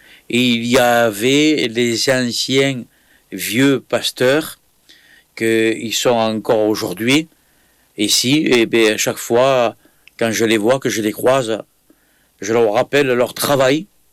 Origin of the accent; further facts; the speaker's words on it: Montpellier, Occitanie, France; pasteur de Vie et Lumière qui habite à Montpellier. Je suis un Montpelliérain de plusieurs générations même.